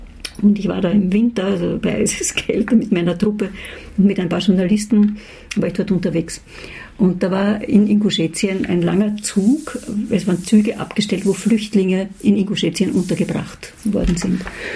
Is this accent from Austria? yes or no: yes; Vienna, Austria; also ich bin Wienerin und bleibe es auch. Und da gehöre ich hin.